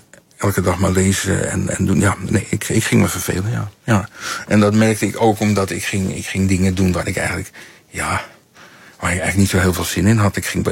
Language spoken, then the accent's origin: Dutch; Netherlands; born there; ik ben in Nederland geboren.